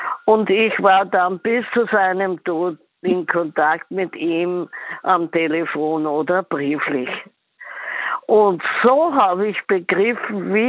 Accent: Upper Austria, Austria; now in Vienna, Austria; Ja, ich bin geboren in Oberösterreich und aufgewachsen

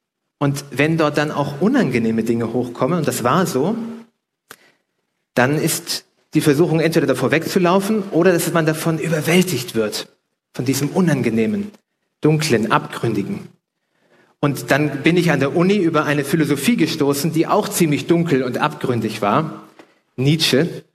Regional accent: Hamburg, Germany; Ich bin in Hamburg, in Norddeutschland aufgewachsen

